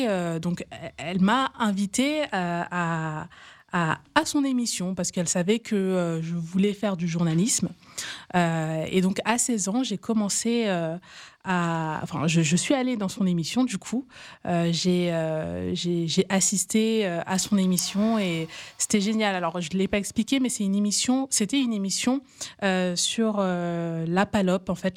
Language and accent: French; Cape Verde; C'est ça, je suis originaire du Cap-Vert.